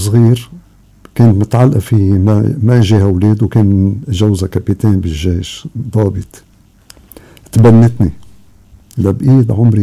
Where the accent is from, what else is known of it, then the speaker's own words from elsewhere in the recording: Beirut, Beirut Governorate, Lebanon; أنا خلقت وربيت ببيت بشارع المعرض.